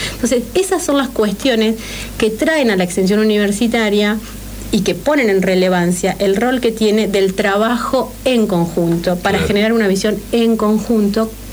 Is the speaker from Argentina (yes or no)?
yes; Argentina; nosotros como sociedad argentina